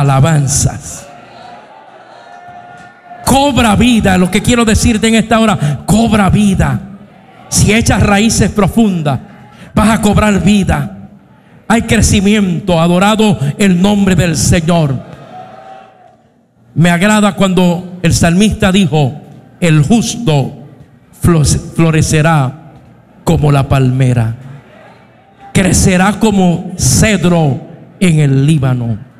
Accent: Puerto Rico; Yo me voy para mi desierto o mis valles en mi tierra, Puerto Rico.

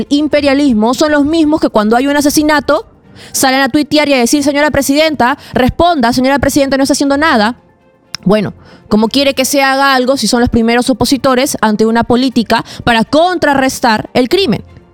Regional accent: Peru; a nosotros como peruanos nos importa que nuestro país sea grande.

